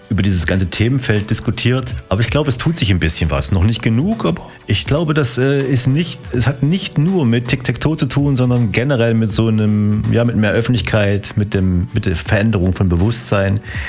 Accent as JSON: {"language": "German", "town": "Apolda", "region": "Thuringia", "country": "Germany", "said": "sogar, ich komme eigentlich aus Apolda. Es gab da sogar eine Breakdance-Crew, die Kramon City Dancers."}